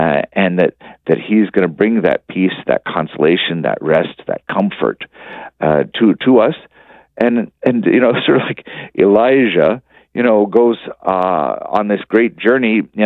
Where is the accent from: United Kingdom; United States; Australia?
United States; Texas; I grew up in the Bible Belt in Texas, and so I had a lot of Baptist friends growing up